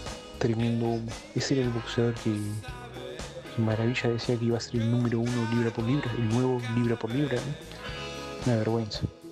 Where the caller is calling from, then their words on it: Grand Bourg, Buenos Aires Province, Argentina; de Granbur.